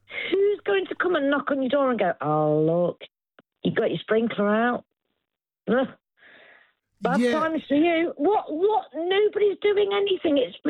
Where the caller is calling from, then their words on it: Nottingham, East Midlands, United Kingdom; from sunny Nottingham.